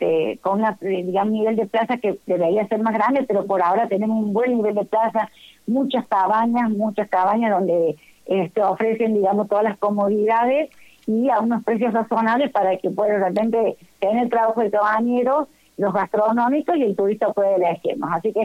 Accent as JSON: {"language": "Spanish", "town": "Almafuerte", "region": "Córdoba", "country": "Argentina", "said": "Somos el portal de Calamuchita"}